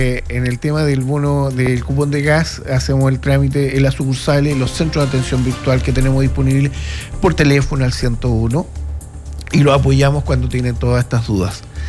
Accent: Chillán, Ñuble, Chile; moved away as an adult; now in O'Higgins Region, Chile; Yo no soy de acá de la región, provengo de Ñuble, de la ciudad de Chillán

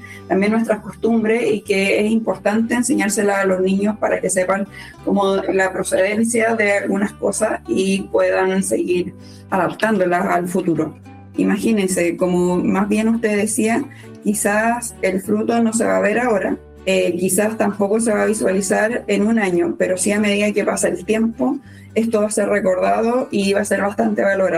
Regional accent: Chile; qué nos caracteriza como chilenos

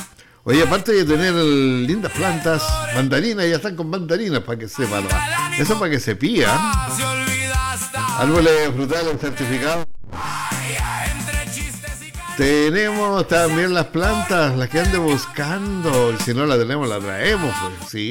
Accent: Chile; a todo ritmo como los chilenos, nos gusta la mexicana, pues.

